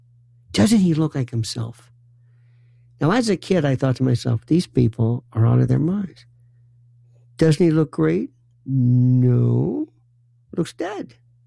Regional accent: Florida, United States; I knew growing up in Florida, We had a very strong Cuban contingent.

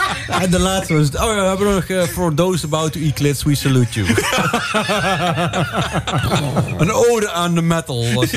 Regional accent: Limburg, Netherlands; Ik kom uit Noord-Limburg. En dat is een beetje een broedplaats van best wel extreme metal. Ik kom eigenlijk uit hetzelfde dorp waar bijvoorbeeld … vandaan komt.

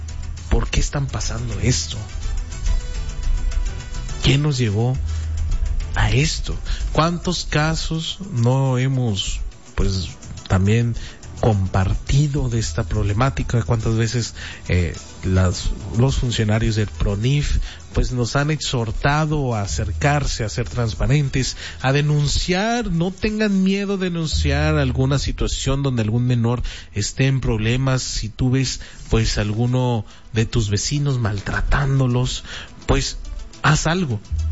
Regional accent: Piedras Negras, Coahuila, Mexico; no olvidemos que somos negropetenses, no olvidemos que somos de Piedras Negras

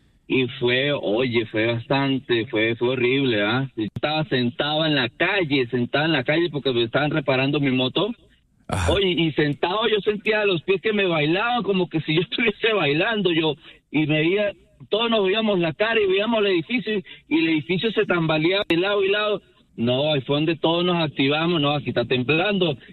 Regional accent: Venezuela; Bueno, Flaco, mira, yo soy de Venezuela.

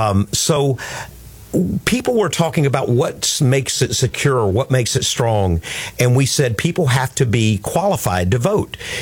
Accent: Georgia, United States; Georgia, where I'm from, my home state of Georgia, we certainly saw fraud in that state in 2020.

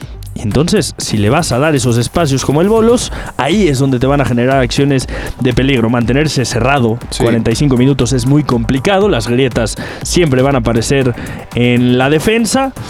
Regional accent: Mexico; a nosotros como mexicanos

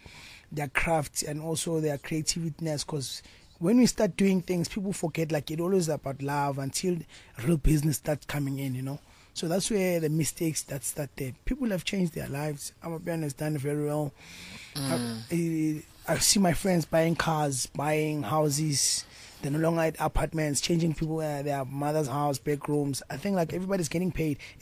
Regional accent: Tembisa, Gauteng, South Africa; I'm from Tembisa, born and bred, 1632, Eguruleni.

